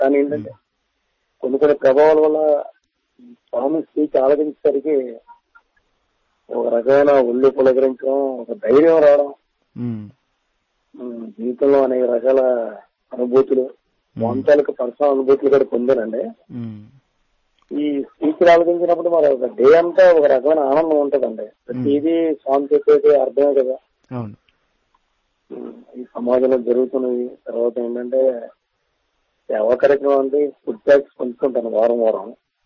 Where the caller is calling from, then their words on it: Visakhapatnam, Andhra Pradesh, India; నేను విశాఖపట్నం మద్రిపాల నుంచి మాట్లాడుతున్నానండి.